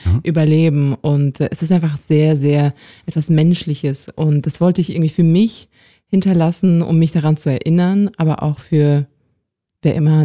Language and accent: German; Kyiv Oblast, Ukraine; aus dem Norden der Ukraine, aus der Region von Kiew, wo ich aufgewachsen bin.